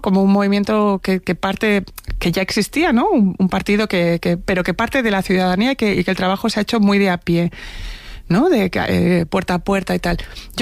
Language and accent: Spanish; Barcelona, Catalonia, Spain; moved away as an adult; also born or lived in Buenos Aires; now in Madrid, Spain; Yo no soy una migrante de segunda generación, porque yo, por más que nací en Buenos Aires, he crecido en Barcelona prácticamente toda mi vida hasta que me vine aquí a Madrid.